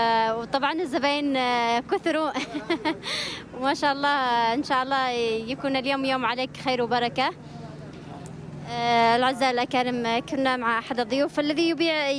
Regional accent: Yemen; وضعنا كيمنيين

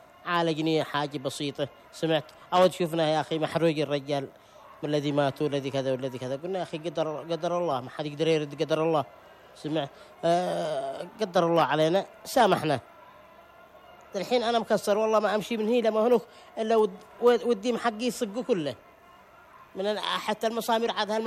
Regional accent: Yemen; نحن أخوانهم، نحن شعب يمني واحد.

